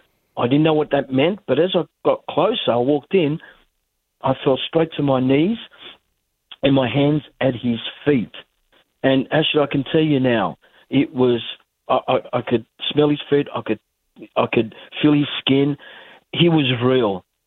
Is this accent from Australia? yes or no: yes; Newcastle, New South Wales, Australia; moved away as an adult; now in Sydney, Australia; Yes, I was born in Newcastle, and so I'm a Novocastrian like yourself